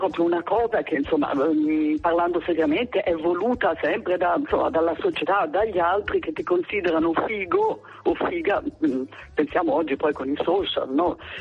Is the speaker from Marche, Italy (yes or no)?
no; Tuscany, Italy; Io sono toscana di origine